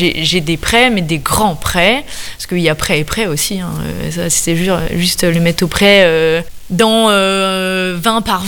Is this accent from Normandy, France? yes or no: yes; Normandy, France; moved away as an adult; now in Centre-Bretagne, France; en tant que bonne Normande, très attachée à ma terre